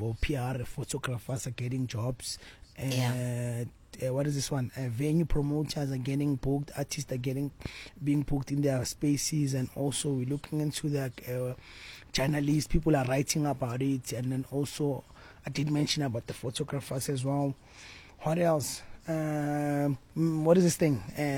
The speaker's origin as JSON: {"language": "English", "town": "Tembisa", "region": "Gauteng", "country": "South Africa", "tie": "born or raised there", "said": "No, I'm from Tembisa, born and bred 1632, Eguruleni."}